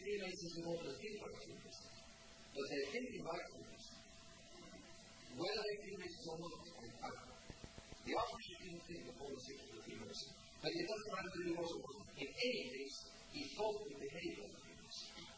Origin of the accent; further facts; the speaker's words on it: England, United Kingdom; I'm an Englishman